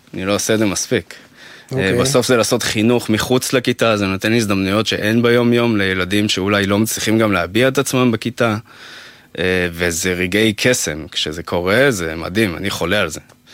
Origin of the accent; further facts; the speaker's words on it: Ramat Gan, Tel Aviv District, Israel; גדלתי ברמת גן